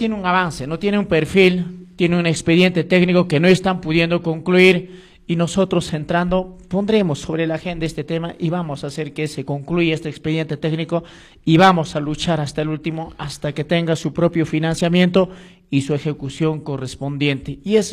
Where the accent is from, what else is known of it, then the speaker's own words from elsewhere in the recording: Chamaca district, Cusco, Peru; Para mí particularmente es mi tierra, es mi cuna, el distrito de Chamaca